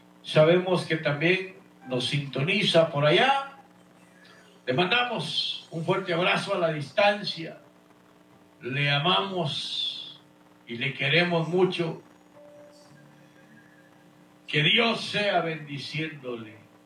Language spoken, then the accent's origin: Spanish; Guatemala; moved away; Así voy a mandar un cordial saludo hasta allá, Guatemala, mi tierra natal.